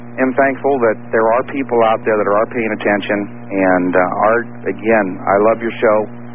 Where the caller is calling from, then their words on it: Iowa, United States; I am in Iowa.